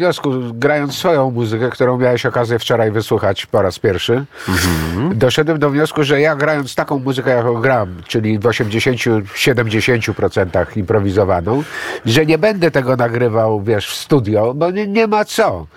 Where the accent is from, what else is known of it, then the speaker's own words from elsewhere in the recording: Greece; A ja jestem Grekiem, nie Polakiem.